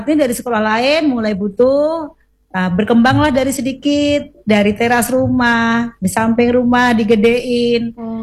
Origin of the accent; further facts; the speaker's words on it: Muntok, Bangka Belitung Islands, Indonesia; daerah saya, Muntok itu kan agak pinggir tuh.